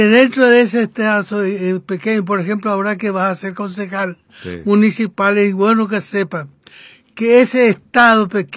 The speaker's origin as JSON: {"language": "Spanish", "country": "Paraguay", "said": "no somos políticos los paraguayos"}